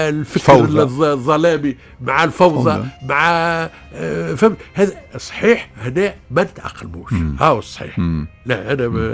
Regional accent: Tunisia

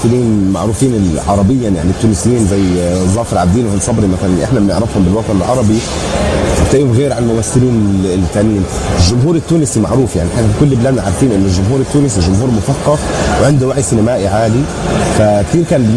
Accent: Jordan

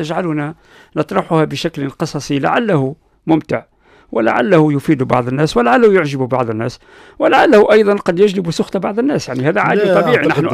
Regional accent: Guellala, Medenine, Tunisia; born or raised there; first language Amazigh (Berber); Arabic is a second language

